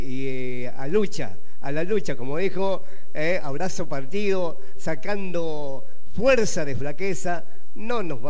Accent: Argentina; soy argentino, soy criollo. Trabajo todos los días en la calle con ustedes

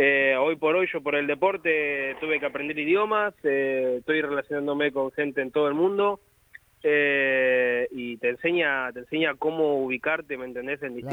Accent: Partido de la Costa, Buenos Aires Province, Argentina; mostrando, mirá, de dónde uno viene y mostrar dónde es el partido de la costa y nada, de dónde uno sale y explicar que yo vengo de donde vengo y vengo de la playa

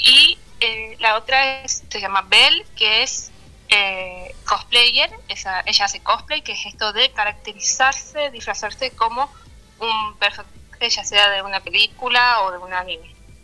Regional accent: Argentina

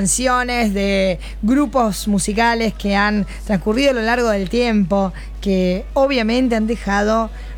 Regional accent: Uruguay; now in Concordia, Argentina; Yo como uruguaya

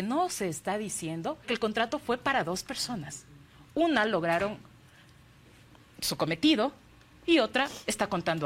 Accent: Ecuador; Ese es el desafío más grande que tenemos como ecuatorianos

